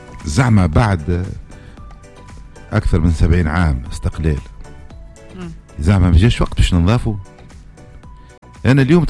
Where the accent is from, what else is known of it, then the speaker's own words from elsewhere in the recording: Tunisia; ماناش قادرين احنا كعقل تونسي باش نستثمروا ونعملوا